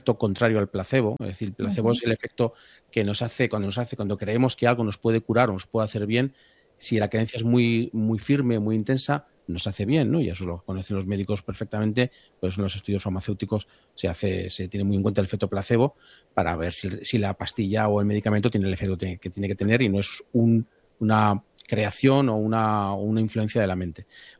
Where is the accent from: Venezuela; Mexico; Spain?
Spain; Madrid, Community of Madrid; yo soy una persona que no soy de costa, soy de Madrid, entonces para mí el mar me asusta.